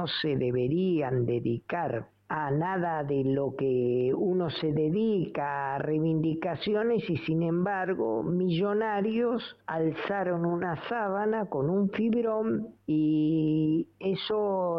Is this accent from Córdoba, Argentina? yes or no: no; Buenos Aires, Argentina; Yo tampoco me olvidé que soy de Floresta.